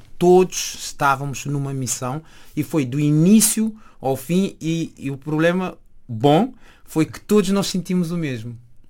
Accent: Cape Verde; nós somos cabo-verdianos

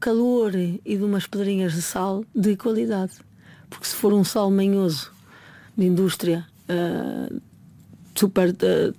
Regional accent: Maia, Norte, Portugal; minha bisavó era galega, a minha avó ainda nasceu muito perto ali da minha avó, a minha mãe já nasceu em Barcelos e eu nasci na Maia

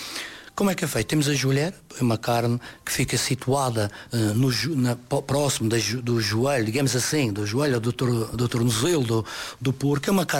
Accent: Machico, Madeira, Portugal; hoje é da minha terra, grande terra

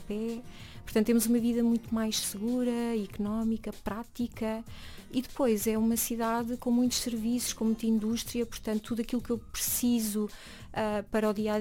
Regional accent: Leiria, Portugal; Nós estamos entre a serra e o mar, temos Fátima por perto também

